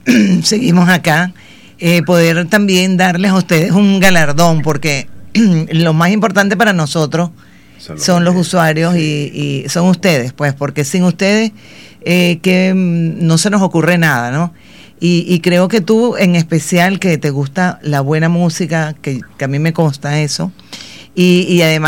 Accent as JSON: {"language": "Spanish", "country": "Venezuela"}